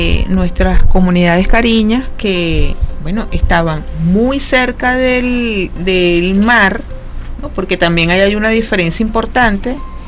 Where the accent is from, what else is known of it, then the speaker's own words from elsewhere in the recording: Venezuela; reconocernos como venezolanos